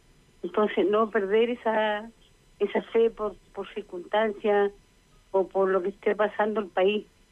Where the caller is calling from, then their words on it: Chile; somos todos chilenos